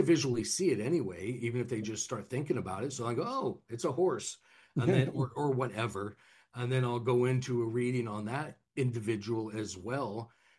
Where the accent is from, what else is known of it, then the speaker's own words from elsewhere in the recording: California, United States; And I'm from California, and I've lived in all these states myself